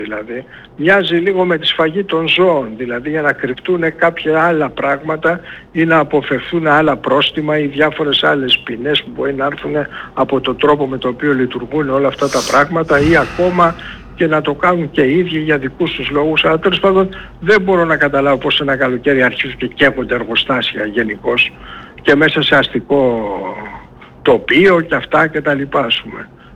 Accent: Egypt; now in Greece; Είμαστε από την Αίγυπτο όταν ήρθαμε.

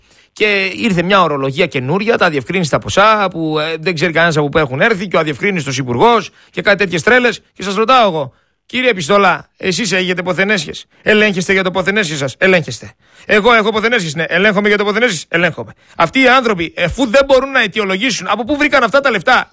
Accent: Greece; Εγώ είμαι ένας Έλληνας πολίτης λοιπόν, και αυτός θα γίνει ο έλεγχος και να γίνει, και εγώ θα απαντήσω.

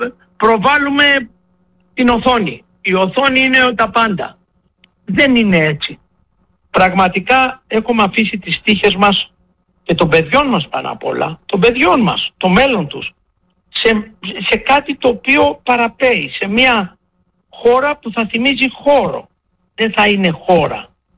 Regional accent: Greece; Εγώ σαν Έλληνας

